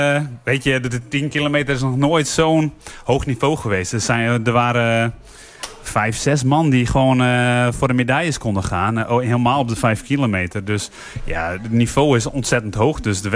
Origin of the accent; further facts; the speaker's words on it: Friesland, Netherlands; als Fries zijnde